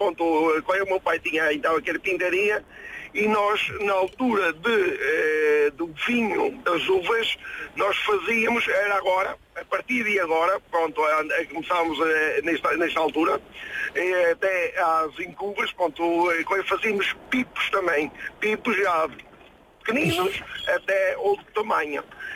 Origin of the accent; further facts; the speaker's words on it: Mozambique; moved away; eu vim de Moçambique, e o meu pai agarrou-se a tudo